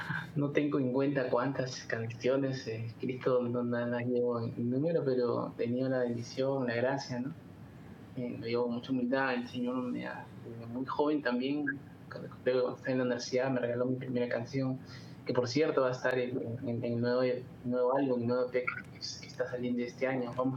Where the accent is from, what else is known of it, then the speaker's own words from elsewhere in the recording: Trujillo, La Libertad, Peru; now in Lima, Peru; Nosotros somos de Trujillo, una ciudad del norte del Perú. Por trabajo tuvimos que viajar acá, bueno, a Lima, Perú